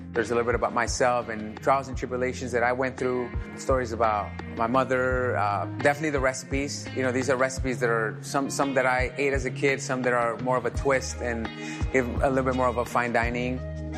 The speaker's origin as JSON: {"language": "English", "country": "United States", "tie": "born or raised there", "said": "I was neglecting my roots and my culture. And I really felt like I didn't know much about it just growing up in the States."}